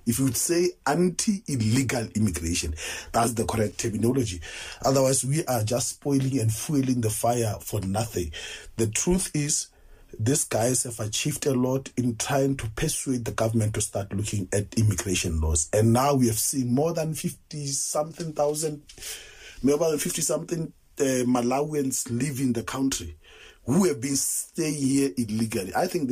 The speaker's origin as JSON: {"language": "English", "town": "Randfontein", "region": "Gauteng", "country": "South Africa", "said": "I'm from Randfontein."}